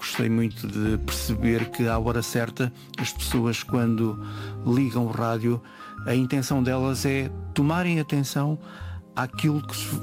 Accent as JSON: {"language": "Portuguese", "town": "Pinhal Novo", "region": "Setúbal", "country": "Portugal", "tie": "born or raised there", "said": "da minha terra, do Pinhal Novo"}